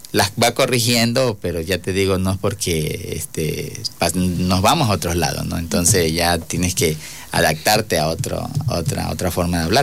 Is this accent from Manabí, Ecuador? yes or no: yes; Manabí, Ecuador; born there; moved away